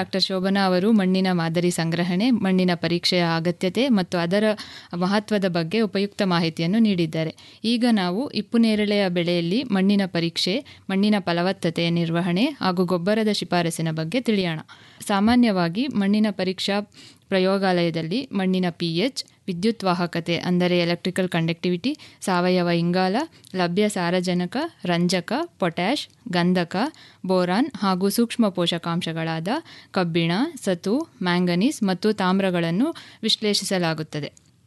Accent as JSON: {"language": "Kannada", "town": "Kolar", "region": "Karnataka", "country": "India", "moved": "yes", "lives_now": "Mysore, India", "said": "ನಾನು ಮೂಲತಃ ಕೋಲಾರದಿಂದ ಬಂದಿದ್ದೇನೆ."}